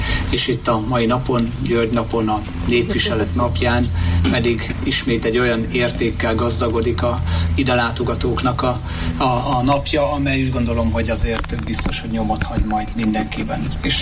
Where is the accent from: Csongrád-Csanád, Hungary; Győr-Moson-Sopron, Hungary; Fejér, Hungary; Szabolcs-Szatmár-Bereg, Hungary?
Szabolcs-Szatmár-Bereg, Hungary; én magam beregi vagyok